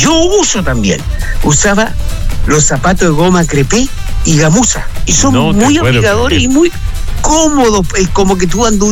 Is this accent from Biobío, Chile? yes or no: yes; Tomé, Biobío, Chile; Yo cuando le decía íbamos a Concepción, porque yo soy de Tomé, íbamos a Concepción, mira amor, aquí yo trabajaba en el quinto piso en Barros Arana, en pleno centro, ¿ya?